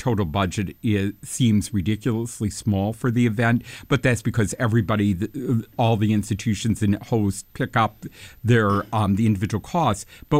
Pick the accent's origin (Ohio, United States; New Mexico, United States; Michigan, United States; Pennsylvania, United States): Michigan, United States; Saginaw; I hope it's okay if I say something from my own life, but of course I grew up in Saginaw